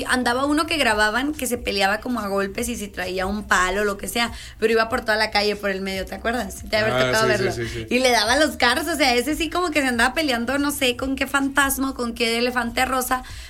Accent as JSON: {"language": "Spanish", "region": "Sinaloa", "country": "Mexico", "said": "nosotros somos originarios pues de Sinaloa."}